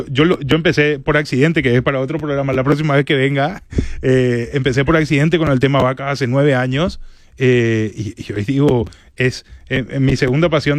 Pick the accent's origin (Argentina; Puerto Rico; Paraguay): Paraguay; si me preguntan a mí como paraguayo en Paraguay, no compraría un piso ni aunque me ponga una escopeta en la frente